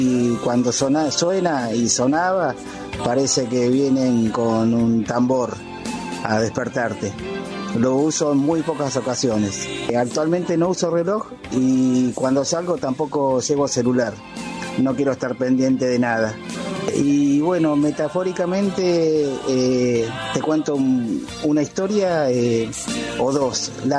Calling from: San Justo, Buenos Aires Province, Argentina; de San Justo.

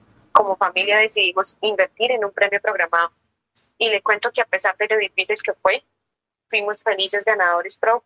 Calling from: Caparrapí, Cundinamarca, Colombia; Caparrapí, Cundinamarca.

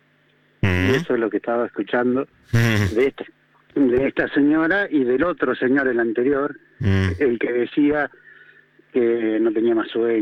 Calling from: San Luis, Argentina; De San Luis Capital.

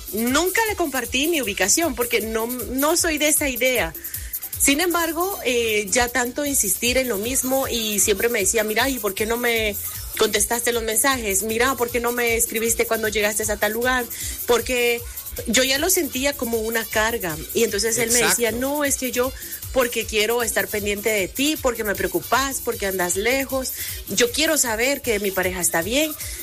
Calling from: Guatemala

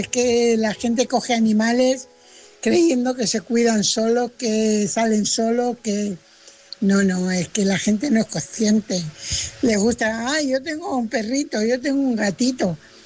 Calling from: Fuenlabrada, Community of Madrid, Spain; corresponsal de Fuenlabrada.

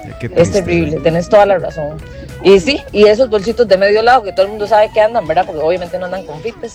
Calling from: Grecia, Alajuela, Costa Rica; Nosotros somos de Grecia y se ha vuelto terrible, terrible, terrible, terrible, terrible.

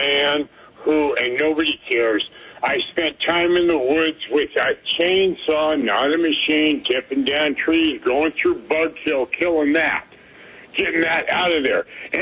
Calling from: Montana, United States; I'm calling from Montana. It happens from Montana to you guys.

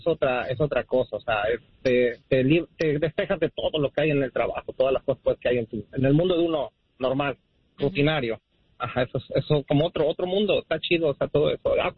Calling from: Mexico

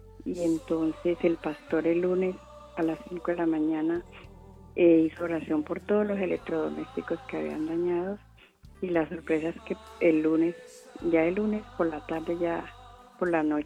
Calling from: Silvania, Cundinamarca, Colombia; Yo vivo en Silvania, Cundinamarca, en una vereda que llama Pomarros.

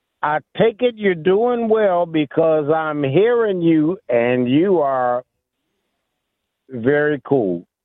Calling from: Detroit, Michigan, United States; I am from Detroit

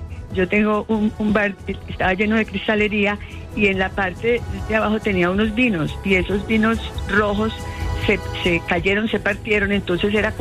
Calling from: Pereira, Risaralda, Colombia; Yo vivo en Pinares.

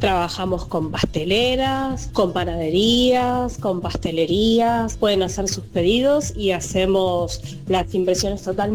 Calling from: Rafael Calzada, Buenos Aires Province, Argentina; soy de Rafael Calzada.

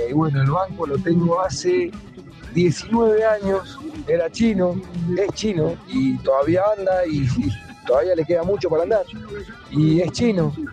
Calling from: Luján, Argentina; de Luján.

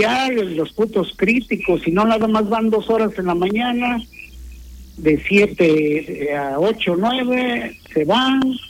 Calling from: Mexico; ya ve cómo es el mexicano, todo lo hacemos al trancazo.

